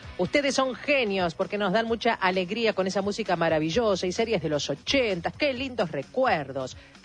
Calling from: San Rafael, Mendoza, Argentina; de San Rafael, Mendoza.

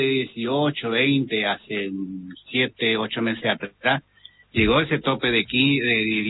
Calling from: Felipe Yofré, Corrientes, Argentina; para mi pueblo Joffre

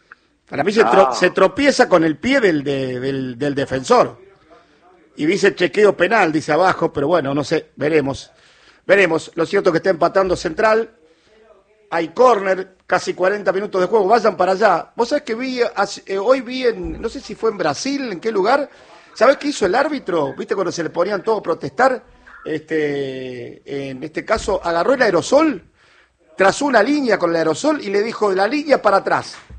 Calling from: Los Polvorines, Buenos Aires Province, Argentina; de los Polvorines.

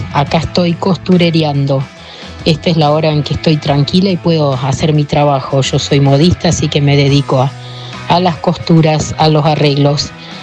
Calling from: Zapala, Neuquén, Argentina; acá de Zapala, Neuquén

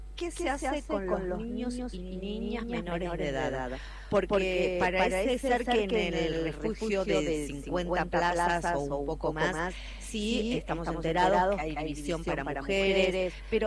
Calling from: San Martín de los Andes, Neuquén, Argentina; de San Martín de los Andes

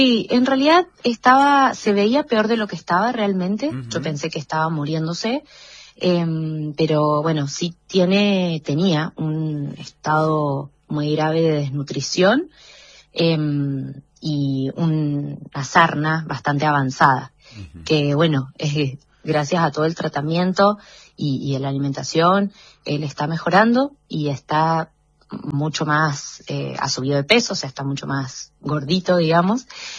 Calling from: Rama Caída, Mendoza, Argentina; yo vivo en Rama Caída

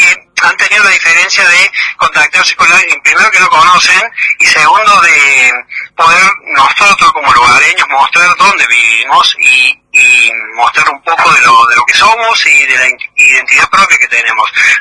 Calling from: Córdoba, Argentina; nosotros acá en un pueblo vecino que se llama Anisacate, tenemos a … como vecino.

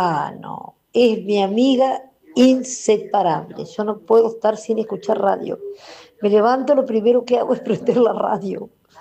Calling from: Aldea San Antonio, Entre Ríos, Argentina; de Aldea San Antonio

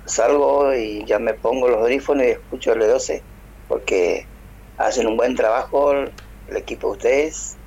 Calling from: Misiones, Argentina; yo también soy del norte de Misiones.

